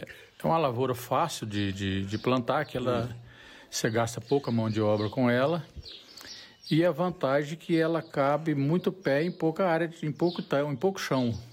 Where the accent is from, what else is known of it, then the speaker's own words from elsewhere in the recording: Minas Gerais, Brazil; now in Formosa, Brazil; Mesmo que eu já tinha uma certa experiência com abacaxi quando eu vim de Minas... Eu já plantei muita lavoura de abacaxi lá. E, por vias do mundo, eu vim parar aqui em Formosa.